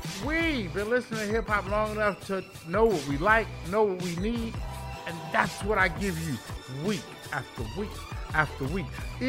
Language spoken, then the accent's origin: English; Chicago, Illinois, United States; Gotta give a shout-out to my peoples in my hometown, Chi-Town.